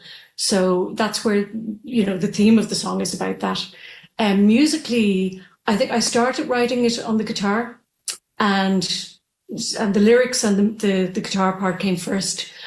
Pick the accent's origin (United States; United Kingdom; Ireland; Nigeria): Ireland; Dublin, Leinster; now in Maynooth, Ireland; Well, I'm from Dublin. I grew up in suburbia, Dublin suburbia, near the sea. I could actually see the sea from my house. And I now live in Maynooth, which is a few miles further away.